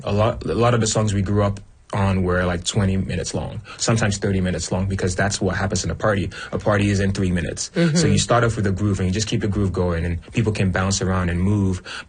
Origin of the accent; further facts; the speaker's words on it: Nigeria; now in Canada; I'm Nigerian. I was Nigerian. Mm-hmm. But I've also been in Canada for about 17 years. So I'm like a hybrid in a sense.